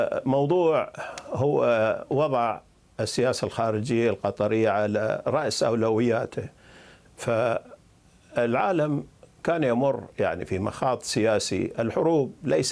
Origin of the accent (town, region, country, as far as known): Qatar